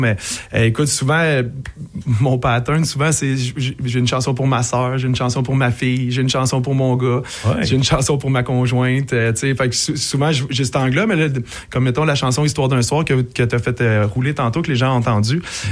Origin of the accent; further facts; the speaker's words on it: Saint-Jean-sur-Richelieu, Quebec, Canada; born there; also born or lived in Saint-Félix-de-Kingsey; Je suis originaire de Saint-Jean, en fait. Moi, j'ai grandi à Saint-Jean.